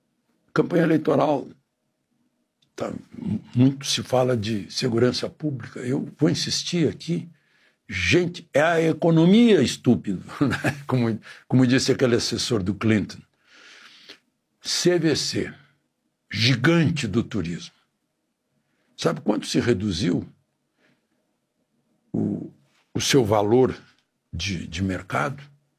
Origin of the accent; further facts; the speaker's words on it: Rio Grande do Sul, Brazil; Bom, gente, amanhã lá no meu estado, Rio Grande do Sul, vai ter um evento importante.